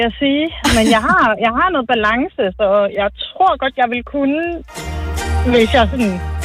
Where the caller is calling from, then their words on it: Aarhus, Central Denmark Region, Denmark; Jeg er fra Aarhus.